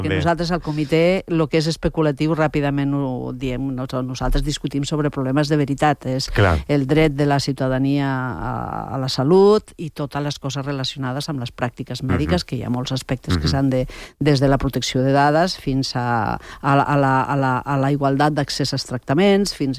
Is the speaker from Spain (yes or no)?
yes; Catalonia, Spain; accent: Ponent; I a més em sorprèn l'accent de Ponent que tinc. Tinc un accent de Ponent total.